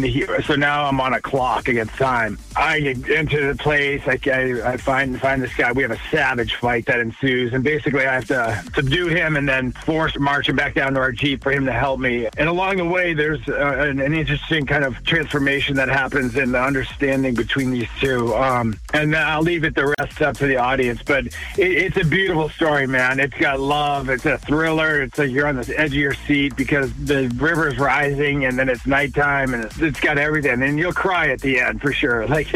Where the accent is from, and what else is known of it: Plymouth, Massachusetts, United States; born or raised there